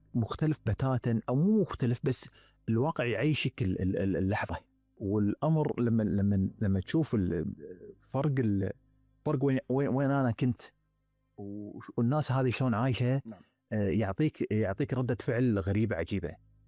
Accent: Kuwait; تقول انا وين عايش؟ هذا انا ديرتي يعني لما اعيش انا اكون في البيت هناك وبالكويت

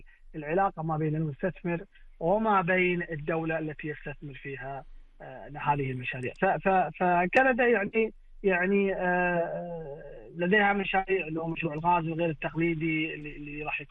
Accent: Kuwait; احنا كشباب كويتي واعد

